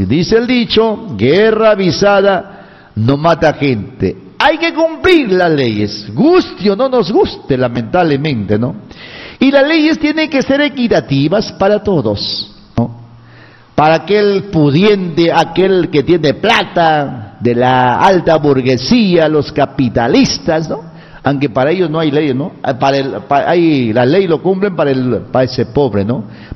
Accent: Peru; Soy cristiano, soy persona, soy peruano.

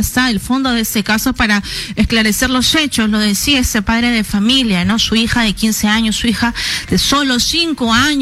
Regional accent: Peru

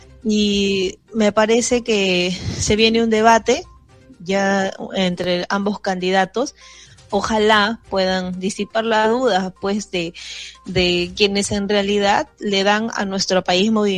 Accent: Peru; hay que ser realistas como peruanos.

